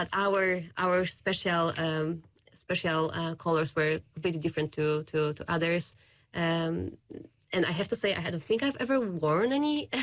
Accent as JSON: {"language": "English", "town": "Gdańsk", "region": "Pomeranian Voivodeship", "country": "Poland", "tie": "born or raised there", "moved": "yes", "said": "So I'm from Gdańsk. It's a town up north, north part of Poland. It's a town by the sea, mm-hmm. And it's the part of the Kaszuby region."}